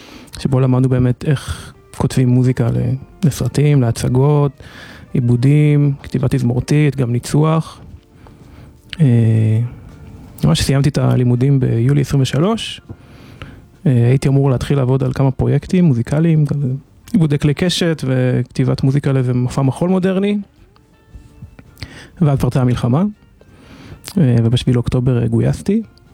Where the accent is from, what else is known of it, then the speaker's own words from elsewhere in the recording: Kfar Giladi, Northern District, Israel; אני עדיין בן כפר גלעדי.